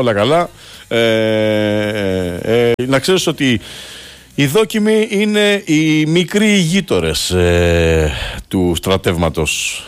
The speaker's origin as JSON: {"language": "Greek", "region": "Crete", "country": "Greece", "said": "είμαστε και από την Κρήτη."}